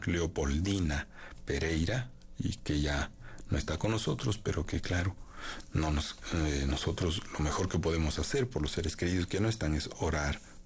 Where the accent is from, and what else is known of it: Imbabura, Ecuador